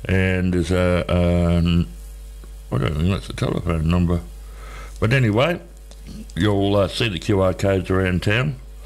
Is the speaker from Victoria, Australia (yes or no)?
no; Walgett, New South Wales, Australia; After hearing the news, another lady in my hometown of Walgett has been diagnosed.